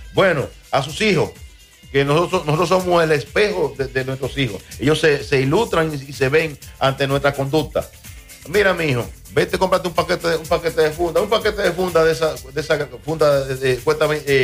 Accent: Dominican Republic; Yo me crié en Los López, al lado de la estancia infantil.

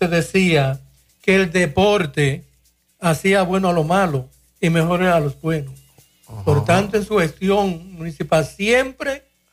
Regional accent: Moca, Espaillat, Dominican Republic; born there; donde nací

